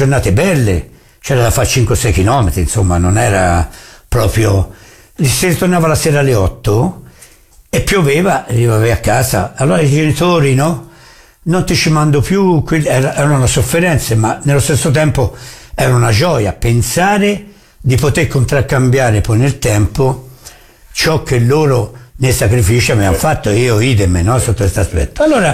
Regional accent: Ponsacco, Tuscany, Italy; ma te sei di dove sei? Di Ponzacco. Dov'è Ponzacco? Provincia di Pisa.

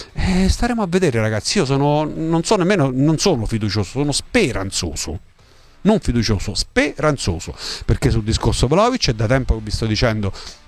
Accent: Abruzzo, Italy; Nessuna società credo lo faccia, nemmeno quelle del mio paese in Abruzzo, che è la prima categoria.

